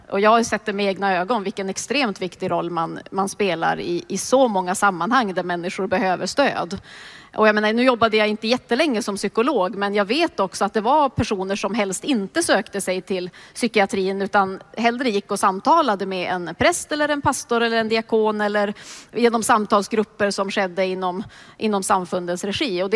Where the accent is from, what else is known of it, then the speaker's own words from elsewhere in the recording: Luleå, Norrbotten County, Sweden; Jag har ju sportat mycket som barn, mycket tennisklubben i Luleå hängde jag mycket med